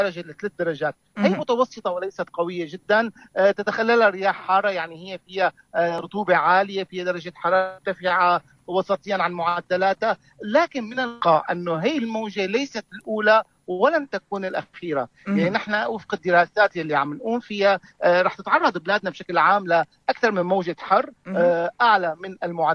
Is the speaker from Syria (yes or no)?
yes; Syria; الصيف الأساسي عندنا بسوريا